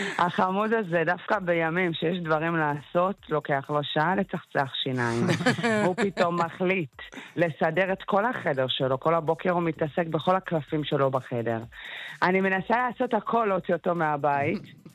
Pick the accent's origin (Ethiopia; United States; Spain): Ethiopia; now in Israel; נוף ילדותי, גדלתי באתיופיה